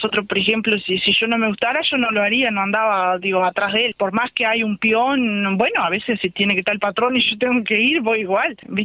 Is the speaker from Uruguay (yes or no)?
yes; Cerro Largo, Uruguay; also born or lived in Melo, Uruguay; Yo nací para acá, para el lado de Caraguatá nomás. Yo nací, o sea, nací en Melo, pero digo, me crié acá en Rincón de Pereira en realidad.